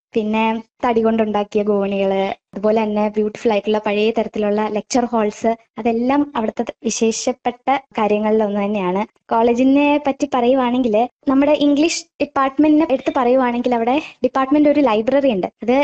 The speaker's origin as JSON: {"language": "Malayalam", "town": "Varkala", "region": "Kerala", "country": "India", "tie": "born or raised there", "said": "ഞാൻ വർക്കല സ്വദേശിനിയാണ്."}